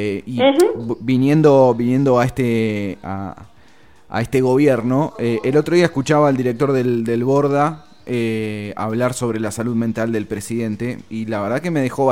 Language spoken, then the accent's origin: Spanish; Argentina